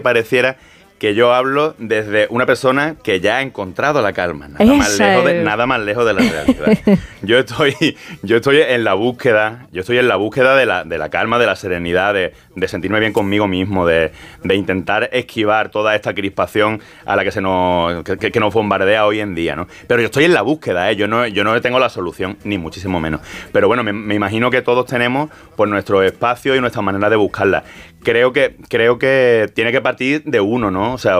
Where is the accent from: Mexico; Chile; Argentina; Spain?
Spain; Málaga, Andalusia; soy de Málaga, ¿no?